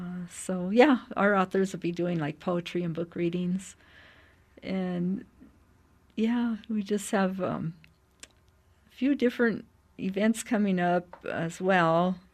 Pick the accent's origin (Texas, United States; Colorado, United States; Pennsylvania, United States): Colorado, United States; Denver; I had growing up in the West Colfax neighborhood.